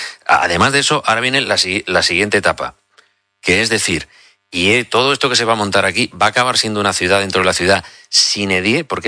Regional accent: Ceuta, Spain; somos nosotros los ceutíes los que hemos dicho, esta gente no puede estar por la calle vagando de esta manera

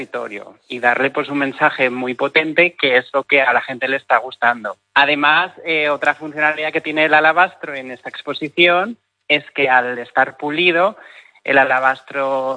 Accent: Peñarroya de Tastavín, Aragon, Spain; Peñarroya de Tastavín, que es pues mi pueblo natal

